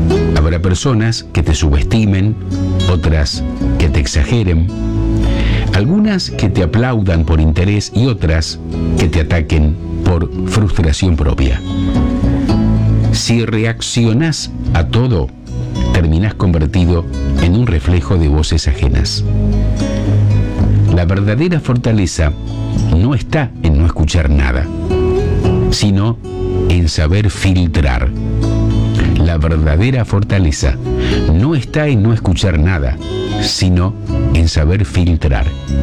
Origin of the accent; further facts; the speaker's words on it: Arequito, Santa Fe, Argentina; mi pueblo, Arequito